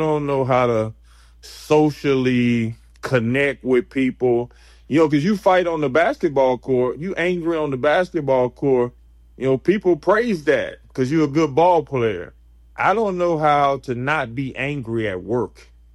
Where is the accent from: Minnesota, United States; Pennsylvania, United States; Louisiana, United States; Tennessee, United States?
Louisiana, United States; Alexandria; also born or lived in Maine; So we end up, I end up growing up in Alexandria, but I'm actually from Maine, but I don't want to lose my street credibility.